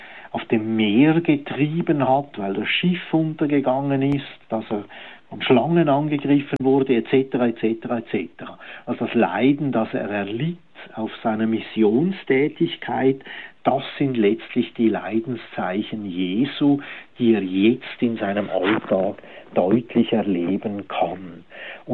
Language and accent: German; Switzerland; in dem Sinn sind wir Schweizer ja sozusagen auch die Heiden